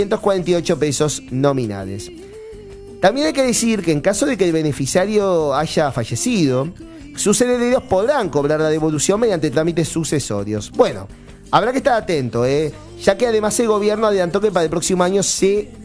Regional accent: Uruguay

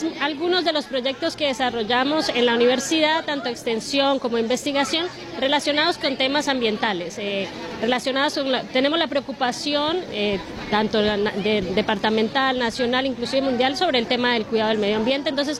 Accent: Colombia; moved away as an adult; now in Tacuarembó, Uruguay

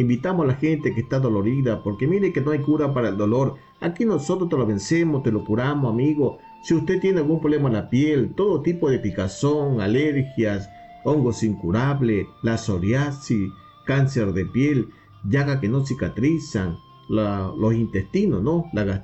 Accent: Ecuador; now in Uruguay; el ecuatoriano

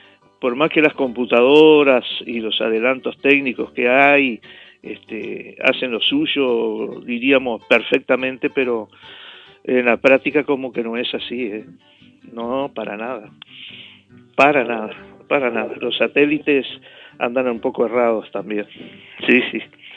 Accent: Canelones, Uruguay; que soy canario como ustedes.

